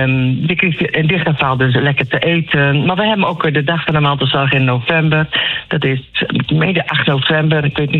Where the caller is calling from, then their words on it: Langelo, Drenthe, Netherlands; Ik ben vanaf Langelo.